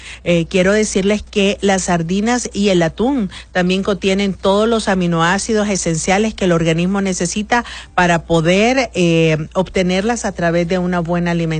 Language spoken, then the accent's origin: Spanish; Honduras